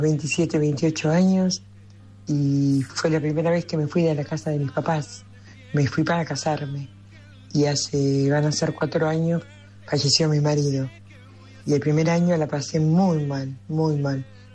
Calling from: Buenos Aires, Argentina; soy del barrio de Belgrano. Ya te he llamado varias veces y te he ido a ver al teatro.

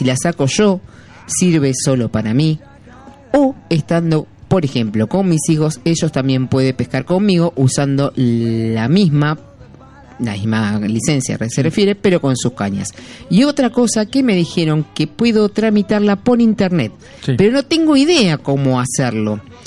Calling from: Buenos Aires, Argentina; Yo vivo en Cava

